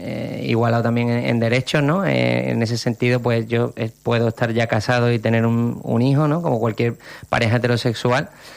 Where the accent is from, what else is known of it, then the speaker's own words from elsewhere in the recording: Málaga, Andalusia, Spain; soy de Málaga, me gusta Madrid en Semana Santa y me voy a Algarve en verano